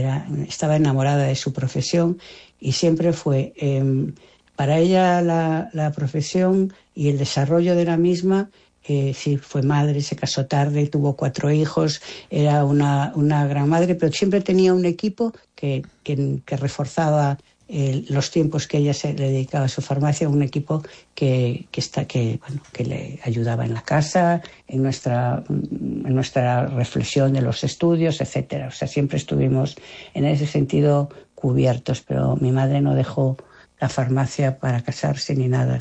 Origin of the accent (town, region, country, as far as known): Vigo, Galicia, Spain; born there; now in Madrid, Spain